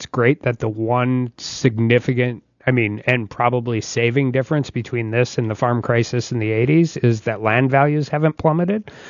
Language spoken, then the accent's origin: English; Dickinson, North Dakota, United States; I give my hometown credit.